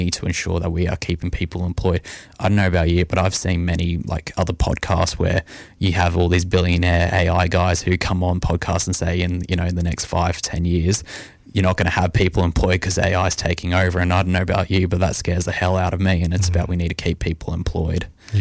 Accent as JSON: {"language": "English", "town": "Murrumbateman", "region": "New South Wales", "country": "Australia", "tie": "born or raised there", "said": "I grew up in Murrum Bateman here, and I've lived on a horse farm in Murrum Bateman, so on a 40-acre block"}